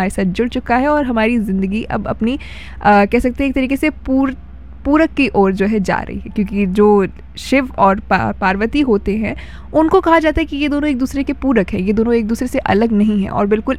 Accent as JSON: {"language": "Hindi", "region": "Uttar Pradesh", "country": "India", "said": "हम सब उत्तर प्रदेश से हैं"}